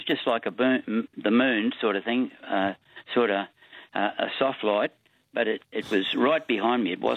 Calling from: Malanda, Queensland, Australia; I'm ringing from Malanda on the Atherton Tableland.

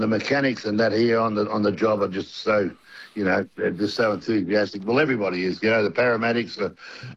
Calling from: Benjeroop, Victoria, Australia; I come from a place called in Benjaroo

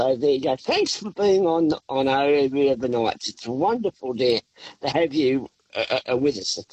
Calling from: Daysdale, New South Wales, Australia; Daysdale, mate. Daysdale in New South Wales.

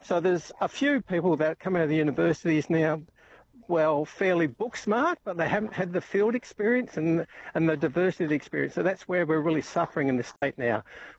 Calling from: Western Australia, Australia; I'm not far from Boyan up. I'm just off Caves Road at the moment, just north of Margaret River.

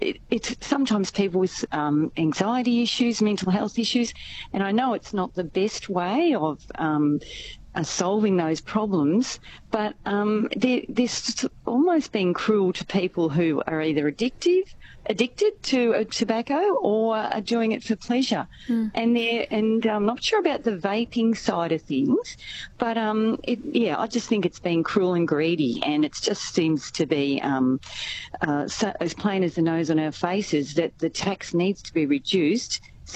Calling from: Echuca, Victoria, Australia

